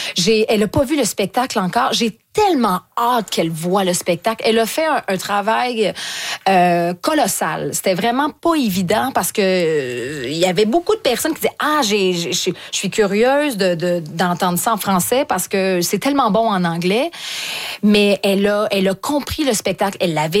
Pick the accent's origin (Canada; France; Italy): Canada; Quebec; accent: Québécois; Mais j'ai un fort accent québécois et je pense que ça amenait beaucoup un côté comique aussi à côté des autres qui étaient des anglophones.